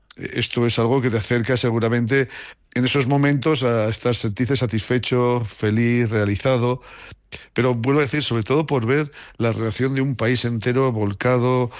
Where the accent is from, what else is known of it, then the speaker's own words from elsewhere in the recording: Haro, La Rioja, Spain; me siento muy querido en mi pueblo. Bueno, mi pueblo, que la alcaldesa cuando me oye hablar así se enfada porque dice … que Aro es una ciudad. Pero que sí, Guadalupe, ya lo sé. Pero yo he vivido los años 70 y 80 cuando Aro era